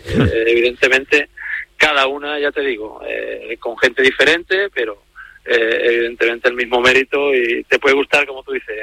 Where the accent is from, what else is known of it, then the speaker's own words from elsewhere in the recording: Jerez, Andalusia, Spain; Yo estoy muy contento aquí en mi tierra, estoy muy contento en Jerez